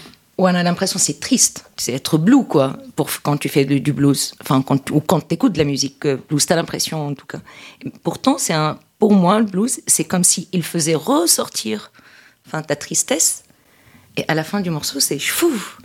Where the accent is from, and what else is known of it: Tunisia; born or raised there; French is a second language